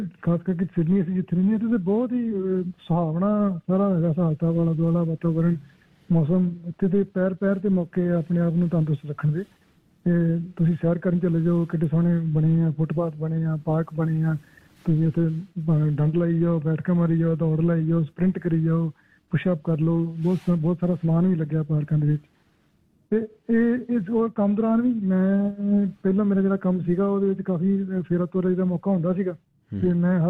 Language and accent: Punjabi; Amritsar, Punjab, India; ਅਸੀਂ ਸਾਰੀ ਪੰਜਾਬ ਤੋਂ ਅੰਮ੍ਰਿਤਸਰ, ਸ੍ਰੀ ਅੰਮ੍ਰਿਤਸਰ ਸਾਹਿਬ ਤੋਂ ਬਿਲੋਂਗ ਕਰਦੇ ਹਾਂ। ਪਿੱਛੋਂ ਸਾਡਾ ਪਿੰਡ ਵੈਸੇ ਹੈਗਾ ਵਾ ਸੂਰੋ ਪੱਡਾ